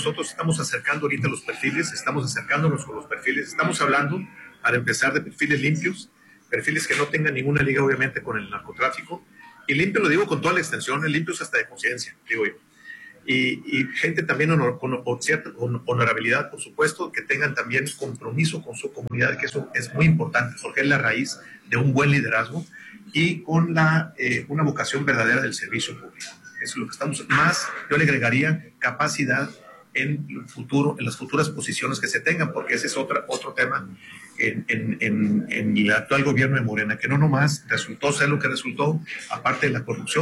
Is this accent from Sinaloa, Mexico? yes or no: yes; Sinaloa, Mexico; soy sinaloense, yo estoy por mi estado, obviamente.